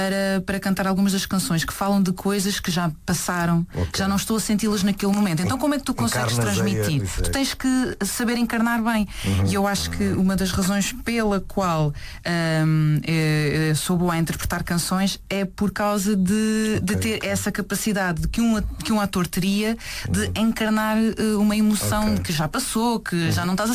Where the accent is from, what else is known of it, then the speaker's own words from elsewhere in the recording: Vilar, Lisbon, Portugal; Sou da aldeia do Vilar, no concelho do Cadaval.